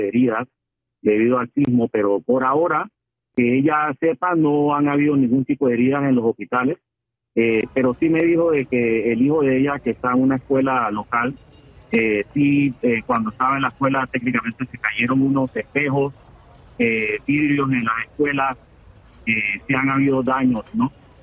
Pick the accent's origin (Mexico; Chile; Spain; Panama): Panama; Yo he estado, como panameño, yo tengo 50 años, y cuando he vivido aquí